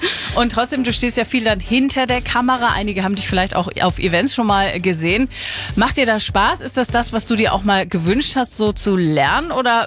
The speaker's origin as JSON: {"language": "German", "region": "Schleswig-Holstein", "country": "Germany", "tie": "born or raised there", "said": "Bin auch so ein Schleswig-Holsteiner Kind."}